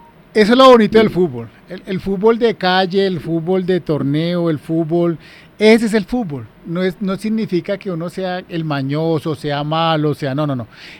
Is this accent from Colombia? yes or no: yes; Bogotá, Colombia; Yo nací en Bosa, me crié en Bosa.